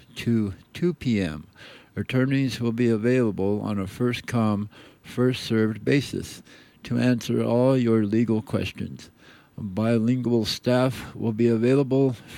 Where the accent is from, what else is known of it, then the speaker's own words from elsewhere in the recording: South Dakota, United States; now in Taos, United States; for those of you who don't know me, I'm a Lakota. I'm from South Dakota. Yeah, I moved here to Taos. I started coming here in the 90s and just on and off over the years, and I plan on getting old here now, so I'm here for a while.